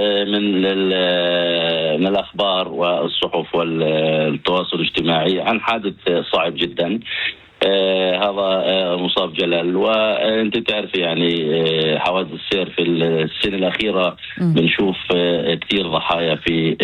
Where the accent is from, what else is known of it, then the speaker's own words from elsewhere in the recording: Bir al-Maksur, Northern District, Israel; من عندنا من بير مكسور